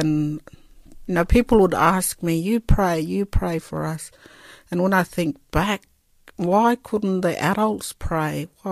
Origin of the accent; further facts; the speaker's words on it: Mount Levi, Northern Territory, Australia; now in Fink, Australia; I'm originally from Mount Levi community. It's a small community in the Northern Territory, but live in Fink community.